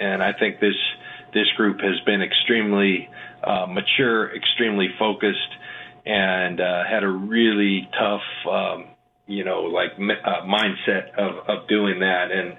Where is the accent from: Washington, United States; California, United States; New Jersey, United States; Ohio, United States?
California, United States; San Diego; the Chargers, when my hometown asked me, and they weren't a good team at the time.